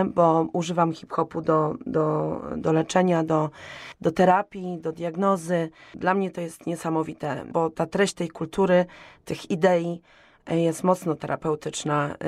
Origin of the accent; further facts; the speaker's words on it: Nowy Targ, Lesser Poland, Poland; ja pochodzę z Podhala, z Nowego Targu.